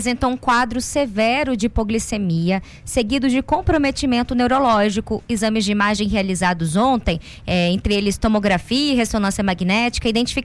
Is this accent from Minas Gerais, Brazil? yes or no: yes; Itatiaiuçu, Minas Gerais, Brazil; eu sou de Itatiaiçu, cidade pequena, a gente ia a pé pra escola